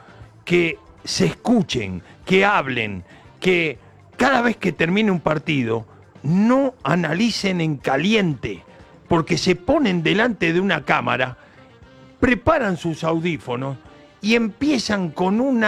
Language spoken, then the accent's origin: Spanish; Argentina; now in Colombia; ¿Qué hicimos de mal los argentinos?